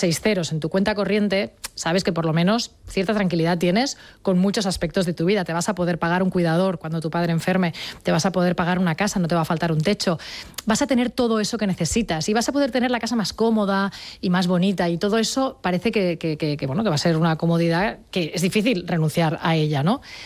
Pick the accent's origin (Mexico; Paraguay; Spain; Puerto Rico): Spain; Sant Feliu de Llobregat, Catalonia